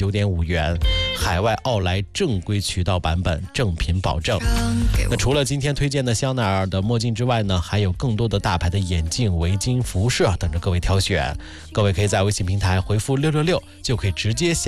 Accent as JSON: {"language": "Chinese", "country": "China", "tie": "born or raised there", "said": "我老家那个地方，叫做元宝山啊，不是什么特别著名的一个景区"}